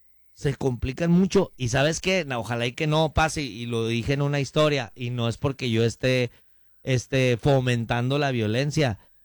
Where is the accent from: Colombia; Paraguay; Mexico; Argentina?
Mexico; now in United States; Y los mexicanos que llegamos aquí a Estados Unidos